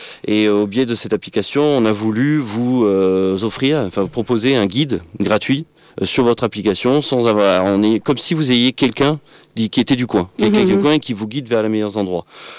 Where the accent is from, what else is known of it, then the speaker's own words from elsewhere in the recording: Montpellier, Occitanie, France; moi, on est à Montpellier, tous les deux Montpelliérains. Moi, j'ai grandi sur Montpellier.